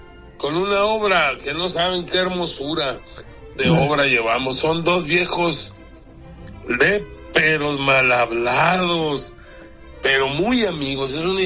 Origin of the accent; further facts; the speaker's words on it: Sonora, Mexico; yo no soy mexicano, yo soy sonorense.